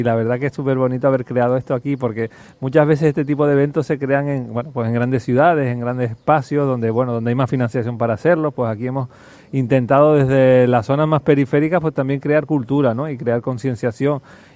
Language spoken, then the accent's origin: Spanish; Canary Islands, Spain; sobre todo en un territorio como el nuestro, como Canarias